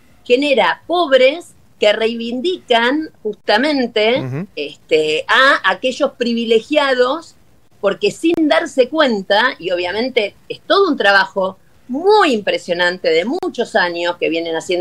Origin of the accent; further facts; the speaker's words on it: Argentina; Y nosotros no somos todos los argentinos, somos el 1%, menos del 1%.